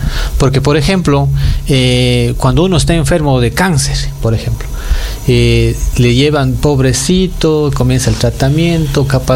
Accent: Cuenca, Azuay, Ecuador; nosotros somos de acá, de Cuenca.

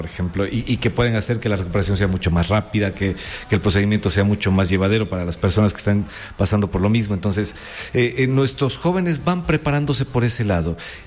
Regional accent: Cuenca, Azuay, Ecuador; now in Loja, Ecuador; soy cuencano

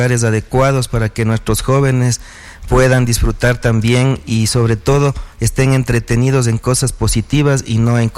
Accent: Latacunga, Cotopaxi, Ecuador

